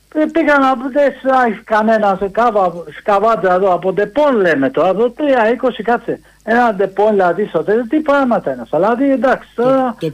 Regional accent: Chaidari, Attica, Greece; από το Χαϊδάρι.

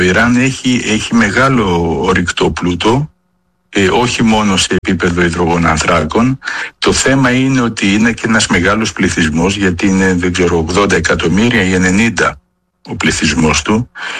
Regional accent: Athens, Attica, Greece; Εγώ πιτσιρικά θυμάμαι που μεγάλωσα στην Αθήνα

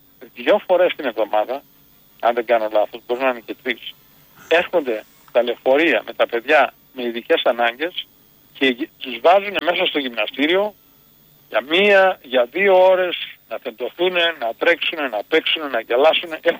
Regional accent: Macedonia, Greece; είμαι Μακεδόνας.

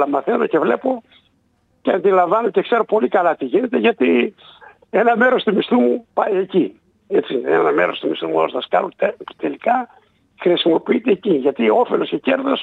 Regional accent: Vrysika, Eastern Macedonia and Thrace, Greece; Στα δικά μου χρόνια, το χωριό μου, το δικό μου, τα Βρυσικά, του Δημοτήχου, ήταν ένα χωριό που είχε τουλάχιστον 400 κατοίκους τότε.

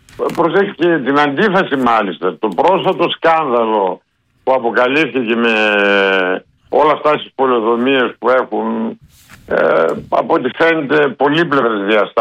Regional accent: Macedonia, Greece; Η Χαλκιδική την ξέρω λίγο καλύτερα από εκείνον, ως Μακεδόνας.

